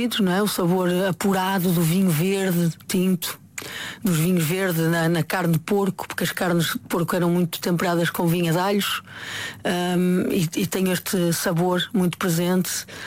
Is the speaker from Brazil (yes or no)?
no; Maia, Norte, Portugal; born there; a minha mãe já nasceu em Barcelos e eu nasci na Maia